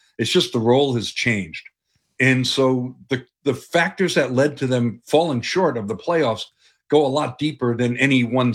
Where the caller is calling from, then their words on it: Phoenix, Arizona, United States